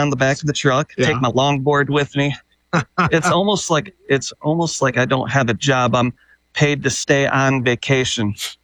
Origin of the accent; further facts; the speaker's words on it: Grand Rapids, Michigan, United States; Yeah, I'm right here. I've been in the Grand Rapids area my whole life.